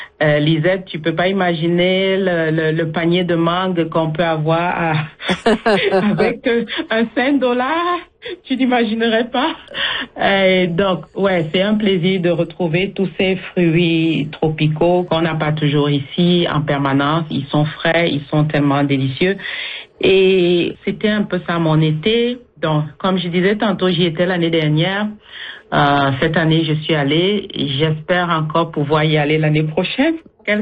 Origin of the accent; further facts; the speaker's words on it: Bafoussam, West, Cameroon; déplacement au Cameroun, en Afrique, où j'ai eu le plaisir de passer quelques temps avec ma famille dans ma ville natale à Bafoussam.